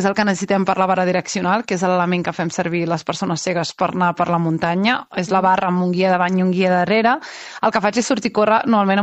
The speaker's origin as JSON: {"language": "Catalan", "town": "Vilassar de Mar", "region": "Catalonia", "country": "Spain"}